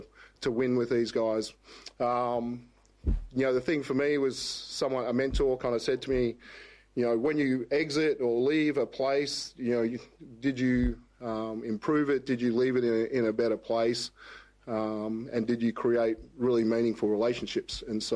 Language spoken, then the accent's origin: English; Melbourne, Victoria, Australia; born there; to get back to my home state and my home team. And when I say my home team, before the Melbourne, being the Melbourne Tigers before and being a junior coming up through the Melbourne Tigers